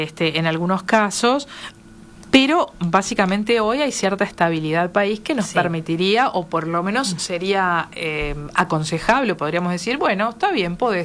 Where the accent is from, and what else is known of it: Uruguay